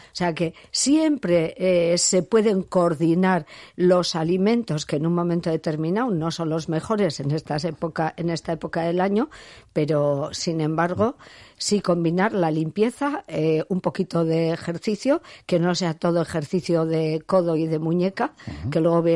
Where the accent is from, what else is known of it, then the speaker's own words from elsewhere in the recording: Serantes, Basque Country, Spain; born there; como en mi pueblo, hasta el Serantes